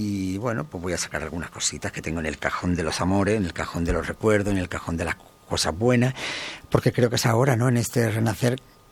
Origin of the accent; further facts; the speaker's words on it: Spain; Porque claro, somos españoles, patrióticos, es nuestro país